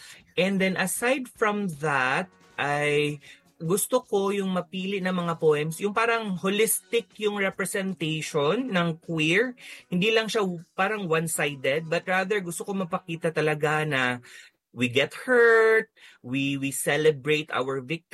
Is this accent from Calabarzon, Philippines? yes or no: no; Iligan, Northern Mindanao, Philippines; experience ko growing up dito sa Iligan